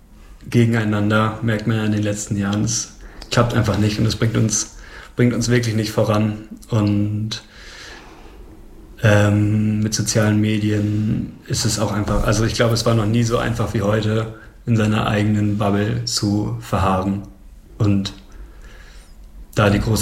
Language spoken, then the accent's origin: German; Schleswig-Holstein, Germany